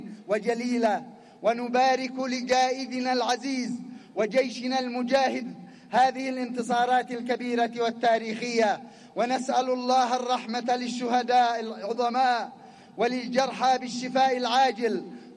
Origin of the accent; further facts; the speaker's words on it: Yemen; فنحن كشعب يمني، أنفسنا وأرواحنا وحياتنا وأموالنا وما نملك في فداء لمكة المكرمة